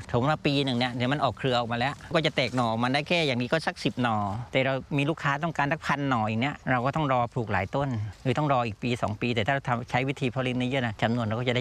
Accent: Phatthalung, Thailand; moved away as an adult; now in Nonthaburi, Thailand; ผมบอกว่าผมไม่ใช่ผมภูมิลำเนาอยู่จังหวัดพัทลุง

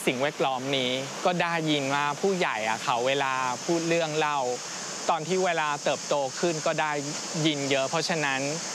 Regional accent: Taoyuan, Taiwan; Thai is a second language; ที่บ้านผมอยู่ที่ไต้หวันคือตั้งอยู่ในเมืองเถาหยวน

